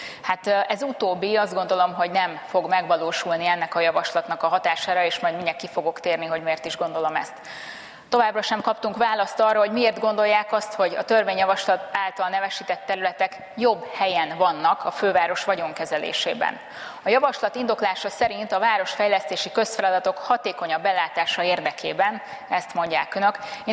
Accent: Budapest, Hungary; De én azt tudom mondani budapestiként, hogy sajnos borítékolható

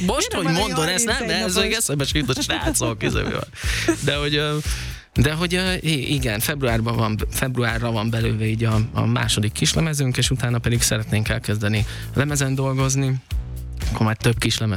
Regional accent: Budapest, Hungary; Zuglóba, én zuglói vagyok, én nagyon sok helyen éltem életem során, és Zugló az a legfixebb, és ott lakom most már a legrégebb óta

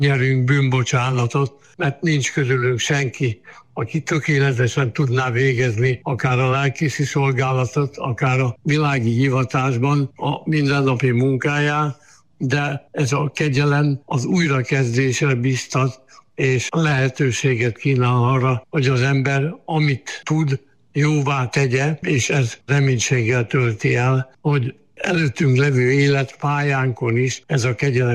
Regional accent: Lébény, Győr-Moson-Sopron, Hungary; born there; én lébényi születésű vagyok Győr megyében.

